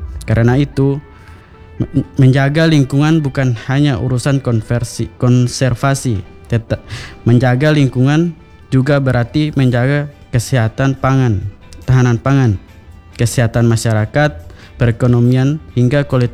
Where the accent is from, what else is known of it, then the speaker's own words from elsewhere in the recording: Central Sulawesi, Indonesia; Saya dari Desa Singura.